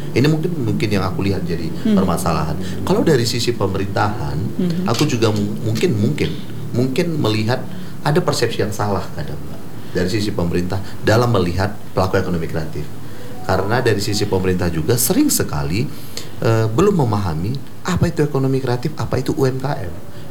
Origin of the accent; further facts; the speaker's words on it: Sumatra, Indonesia; Karena kalau kami dari Sumatera itu